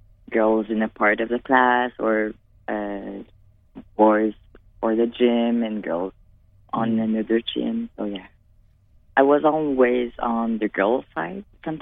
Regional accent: Caraquet, New Brunswick, Canada; first language French; English is a second language; now in Moncton, Canada; Je viens de Caraquet au New Brunswick.

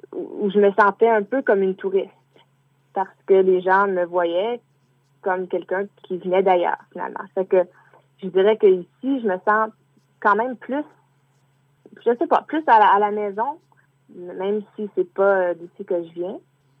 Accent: British Columbia, Canada; now in Montreal, Canada; mes parents sont québécois, mais j'ai grandi en Colombie-Britannique, en français. Maintenant que j'habite à Montréal

